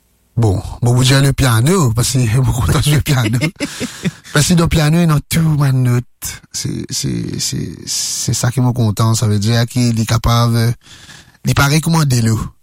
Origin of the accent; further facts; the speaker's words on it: Mauritius; m'oublier que, bon, je suis mauricien, moi.